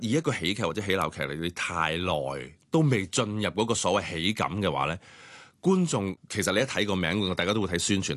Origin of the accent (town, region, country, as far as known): Hong Kong